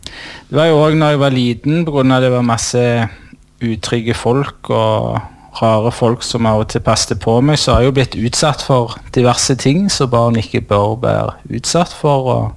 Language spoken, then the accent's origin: Norwegian; Sandnes, Rogaland, Norway; jeg jo fra Sandnes, og jeg ble vel født inn i det.